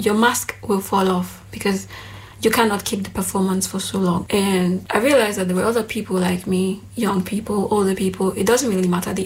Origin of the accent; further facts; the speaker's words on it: Nigeria; accent: Nigerian; English is a second language; moved away as an adult; now in Greece; I'm from Nigeria. I lived in Nigeria up until I was 18 years old, and then I moved to Greece. I lived in Greece for about 4 years